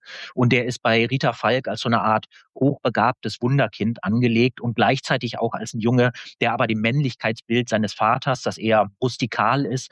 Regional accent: Northern Germany, Germany; born there; Naja, also ich sag mal so, ich bin eigentlich gebürtiges Nordlicht, bin aber bis jetzt immer noch ganz gut mitgekommen.

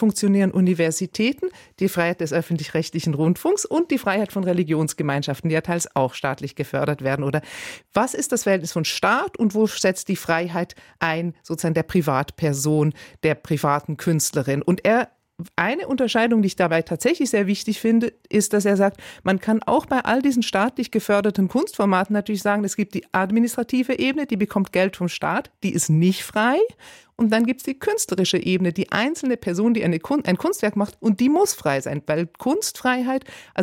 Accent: United Kingdom; ich bin ja selber Britin

